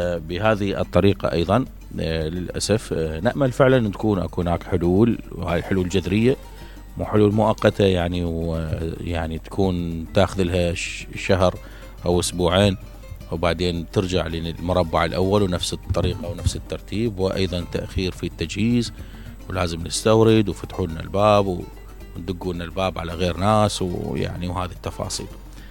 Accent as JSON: {"language": "Arabic", "town": "Basra", "region": "Basra Governorate", "country": "Iraq", "said": "عندنا بالبصرة"}